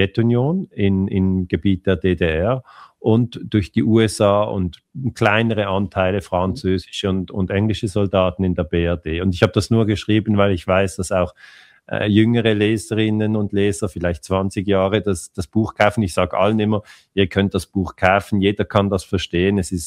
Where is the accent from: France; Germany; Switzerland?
Switzerland; als auch Schweizer